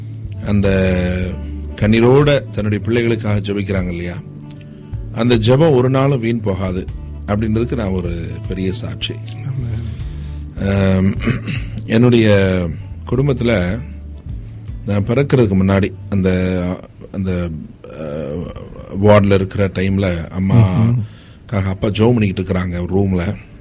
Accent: Madurai, Tamil Nadu, India; now in Muscat, Oman; அதனால நான் பிறந்த ஊர் மதுரை.

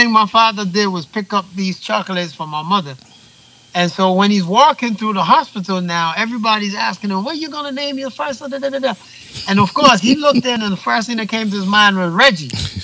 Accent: Ghana; And so I am Ghanaian as the next, but of course, because of via my father, there's also the Yankee element, and then there's also the English element, which is the British.

